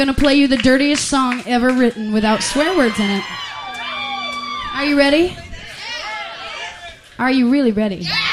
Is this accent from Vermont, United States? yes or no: yes; Vermont, United States; I am from Vermont. I put on a fake southern accent because I think you guys are so cool. I say y'all and things like that. It's completely, I'm a phony. I'm just a Yankee.